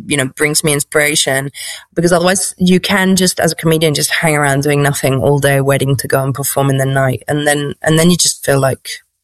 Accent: United Kingdom; like I'm British, obviously it's my culture to like steal other people's culture.

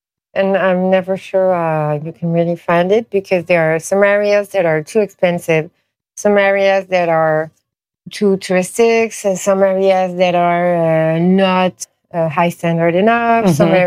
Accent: Paris, Île-de-France, France; Because for me, and I was born and raised in Paris, so I think for a lot of other Parisians too, you don't go to Opéra unless, fine, it's more for tourists.

